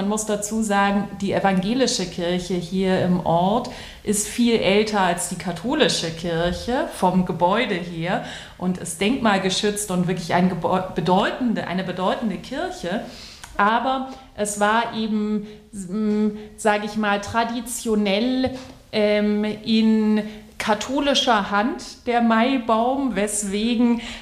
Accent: Bavaria, Germany; ich komme aus Bayern. Ich bin südlich von München groß geworden. Wir sind hier südwestlich von München, aber meine Eltern sind Zugezogene.

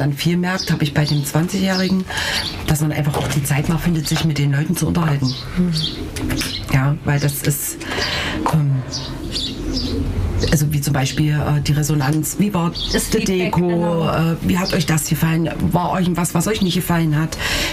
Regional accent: Naundorf, Germany; now in Lettewitz, Germany; Na und ich wohne seit 16 Jahren in Lettewitz, bin ursprünglich aus Naundorf.

